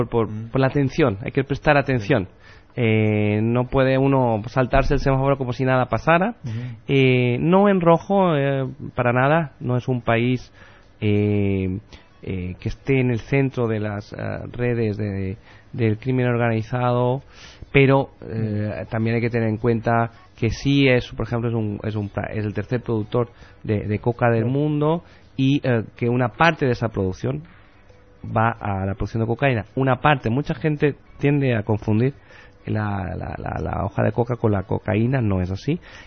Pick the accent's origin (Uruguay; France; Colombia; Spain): Spain; Catalonia; now in Bolivia